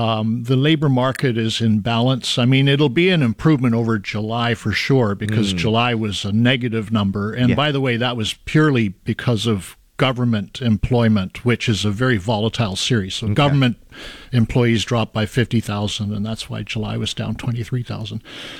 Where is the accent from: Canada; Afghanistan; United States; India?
Canada; I'm from Canada